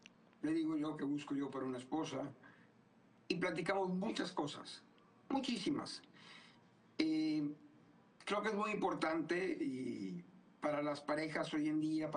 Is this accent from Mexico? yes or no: yes; Matamoros, Tamaulipas, Mexico; moved away as an adult; also born or lived in Brownsville, Texas, United States; now in Houston, United States; Mis orígenes son de México, de una ciudad chiquita. Bueno, nací en Brownsville, que es frontera, pero viví toda mi vida en México, en Matamoros, ¿no?